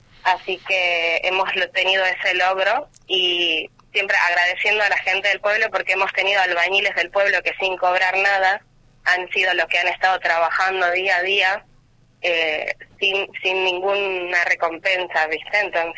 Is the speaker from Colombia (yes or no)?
no; Dragones, Salta, Argentina; moved away; me encanta trabajar por mi pueblo. Yo no estuve muchos años aquí, y hace un par de años volví